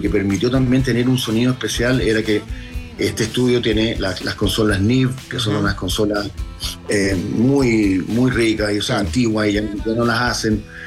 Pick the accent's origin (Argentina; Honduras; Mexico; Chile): Chile; Que no somos ni ecuatorianos, ni mexicanos, ni nada, sino que somos chilenos.